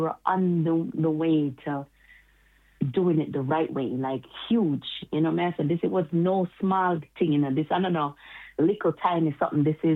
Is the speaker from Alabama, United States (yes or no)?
no; Florida, United States; I grew up in Florida since I was about 9.